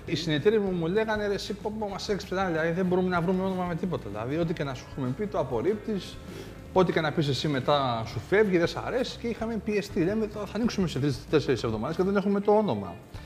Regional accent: Corfu, Ionian Islands, Greece; now in Dafni, Athens, Greece; πάντα έμεινα στη Δάφνη, γιατί είμαι από την Κέρκυρα. Πόσα χρόνια είμαι στην Αθήνα, μένω εδώ.

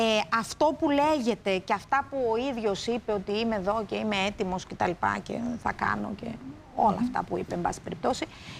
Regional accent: Chania, Crete, Greece; στην πατρίδα μου, στα Χανιά, στην Κρήτη

